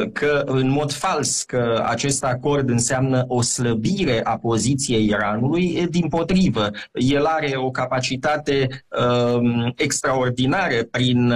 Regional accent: Romania; sunt român, european

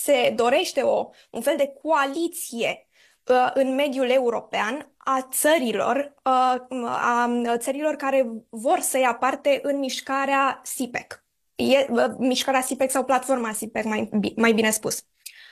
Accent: Romania

